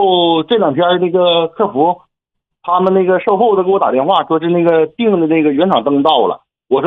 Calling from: Changchun, Jilin, China; 咱长春的

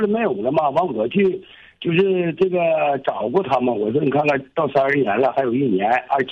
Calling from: Suzhou, Jiangsu, China; 我是苏州的，我是月子村民

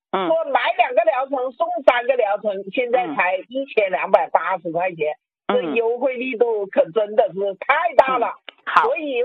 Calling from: Wuhan, Hubei, China; 王老师，我是武汉的，

